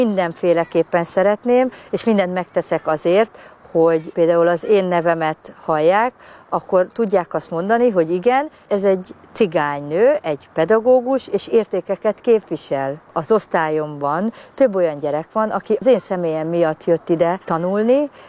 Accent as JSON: {"language": "Hungarian", "country": "Hungary", "said": "Nagyon szeretek magyarnak lenni"}